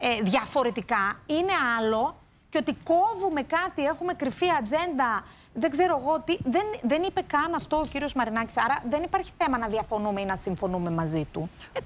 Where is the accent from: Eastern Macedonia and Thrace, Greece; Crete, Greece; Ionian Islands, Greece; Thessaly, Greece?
Crete, Greece; Chania; στην πατρίδα μου, στα Χανιά, στην Κρήτη